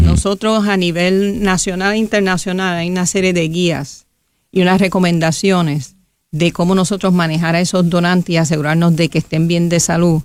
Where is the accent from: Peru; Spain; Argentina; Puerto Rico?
Puerto Rico; nosotros como puertorriqueños, compatriotas y ciudadanos